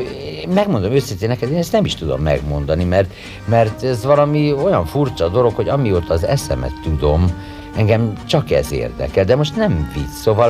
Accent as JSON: {"language": "Hungarian", "region": "Budapest", "country": "Hungary", "tie": "born there", "said": "de Budapesten. Nem, akkor születtem, hazudtam egy évet a lexikonba, 27-ben születtem, most már bevallom."}